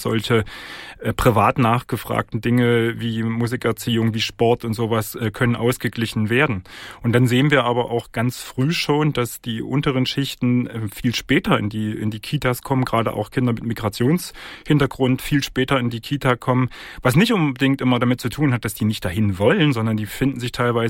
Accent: Thuringia, Germany; Also ich komm selber aus Thüringen

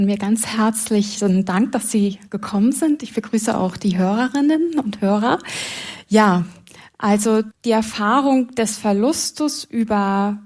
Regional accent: Germany; ich komme aus der Nähe von Hamburg

